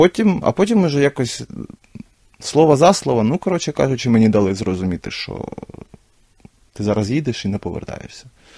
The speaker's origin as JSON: {"language": "Ukrainian", "town": "Kerch", "region": "Crimea", "country": "Ukraine", "tie": "born or raised there", "moved": "as an adult", "said": "Мій рідний Крим... Я почав ловити себе на думці, що я вже його майже не пам'ятаю."}